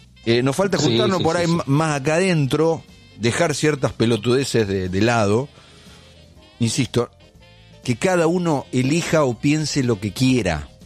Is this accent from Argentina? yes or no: yes; Argentina; Y nos hacen acordar quiénes somos, porque el argentino es así, es resiliente.